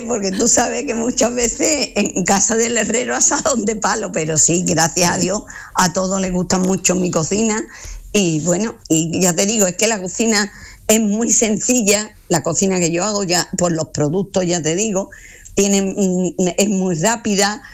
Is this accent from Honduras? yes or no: no; Huelva, Andalusia, Spain